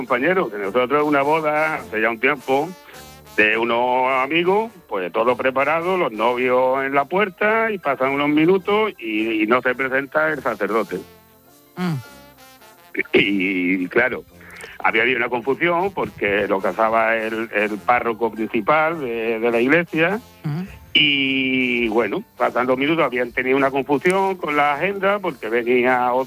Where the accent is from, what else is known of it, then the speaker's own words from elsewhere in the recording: Andalusia, Spain; y aquí, como somos de Belén, Málaga, y aquí estamos todos metidos en cofradías